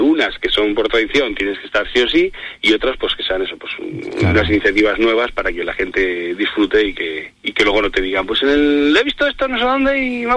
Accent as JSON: {"language": "Spanish", "town": "Serrada", "region": "Castile and León", "country": "Spain"}